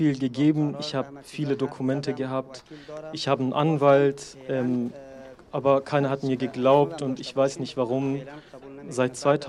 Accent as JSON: {"language": "German", "country": "Afghanistan", "also_born_or_lived": "Turkey", "second_language": "German", "moved": "as an adult", "lives_now": "Tübingen, Germany", "said": "Ich komme aus Afghanistan, bin schon seit 4 Jahren hier in Deutschland. Ich finde Tübingen sehr schön. Ich habe auch in Türkei gewohnt und gelebt"}